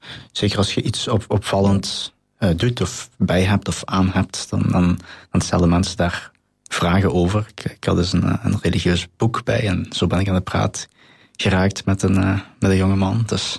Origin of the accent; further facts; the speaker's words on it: Bilzen, Flanders, Belgium; ik kom uit Bilze.